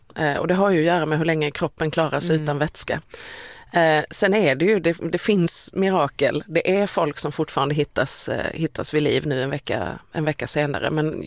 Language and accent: Swedish; Skåne, Sweden; Ja, men jag är skåning så det låter ju som det